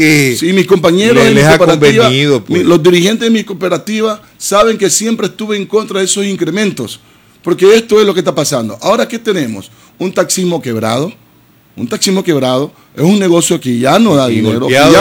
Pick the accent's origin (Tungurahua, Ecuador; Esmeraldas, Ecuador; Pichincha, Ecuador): Esmeraldas, Ecuador; Y quien les habla nació en uno de los barrios más pobres de Esmeralda. Yo vengo de la Parada 7, de la Malecón y Ramón Tello. Yo vengo de allá, Malecón y Muriel.